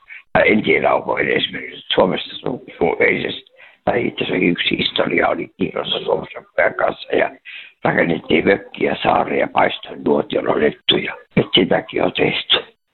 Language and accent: Finnish; Sweden; Finnish is a second language; Minä ruotsalaisena sanon pannikaakkoon.